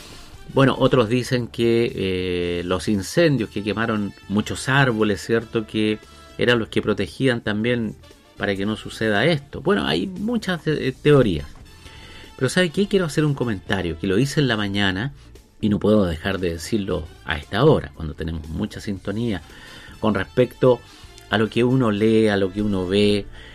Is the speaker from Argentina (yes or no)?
no; Chile; la mentalidad que tenemos nosotros como chilenos